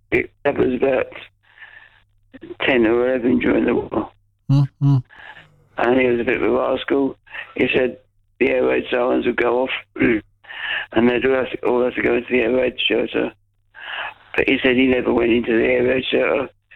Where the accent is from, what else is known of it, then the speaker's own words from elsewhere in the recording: Gillingham, South East England, United Kingdom; Well, I'm from Gillingham in Kent, and my father grew up in Gillingham. And Gillingham is very near to Chatham Dockyard.